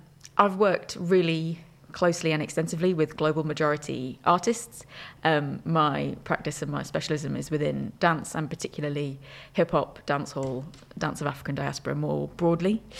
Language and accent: English; Wolverhampton, West Midlands, United Kingdom; I will say I'm a Midlands girl. I'm from Wolverhampton. You might hear the accent come out a little bit, not so much.